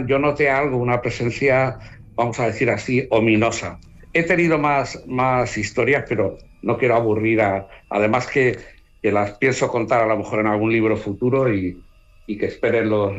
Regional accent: Cuenca, Castilla-La Mancha, Spain; born there; Pues fíjate, arranca de mi infancia, yo creo. Yo nací en Cuenca y bueno, me aficioné a la literatura con la colección de mi madre

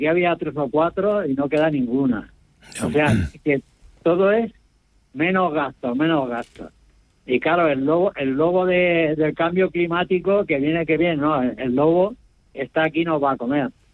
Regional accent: Castilla-La Mancha, Spain; Bueno, yo soy de Castilla-La Mancha, uh-huh. es un pueblo pegado a Albacete, y aquí hemos tenido dos incendios.

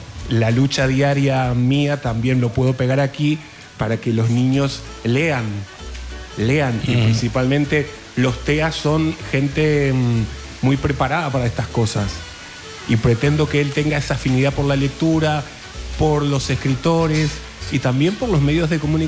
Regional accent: Uruguay; moved away; Bueno, yo soy uruguayo. Hace 21 años que estoy aquí

